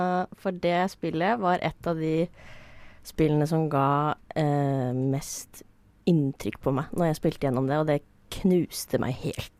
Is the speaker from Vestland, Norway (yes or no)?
no; Skarnes, Innlandet, Norway; Jeg er jenta fra Skarnes, et lite sted som heter Skarnes. Jeg er 22 år gammel, og jeg studerer på Oslo Met.